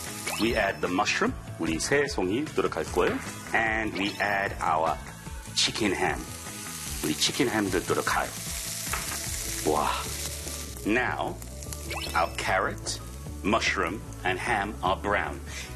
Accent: United Kingdom; Korean is a second language; now in South Korea; 왜냐하면 우리 영국 옥수수 다 초당 옥수수예요.

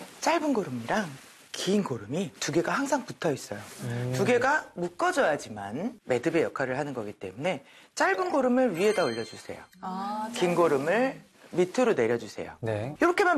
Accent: South Korea; 우리는 한국 사람이죠.

